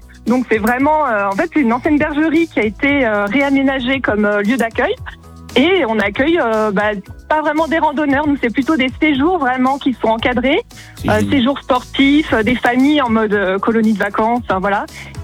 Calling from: Digne-les-Bains, Provence-Alpes-Côte d'Azur, France; je suis dans les Alpes de Provence.

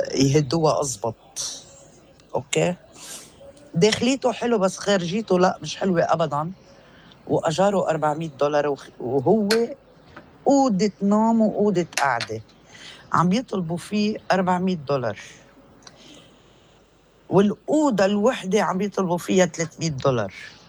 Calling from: Sarba, Keserwan-Jbeil, Lebanon

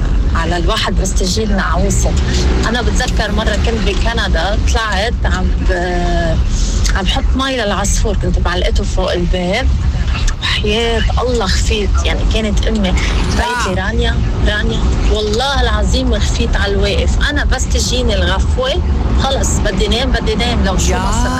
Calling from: Lebanon; أنا بحكيكم من لبنان

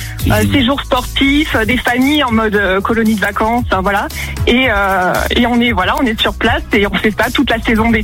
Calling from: Provence-Alpes-Côte d'Azur, France; Alors, je suis dans les Alpes de Provence.

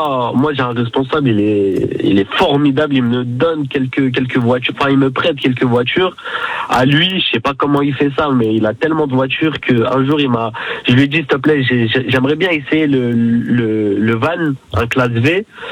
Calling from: Clichy, Île-de-France, France; Moi, j'habite à Clichy, à Nières.

